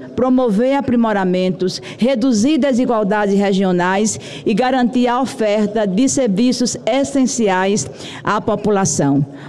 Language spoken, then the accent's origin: Portuguese; Pernambuco, Brazil; eu, como pernambucana